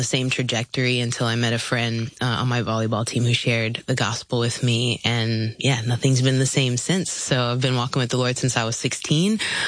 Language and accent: English; Philippines; also born or lived in Puerto Rico / Jamaica; I'm from the Philippines. I was born there, Puerto Rico and Jamaica.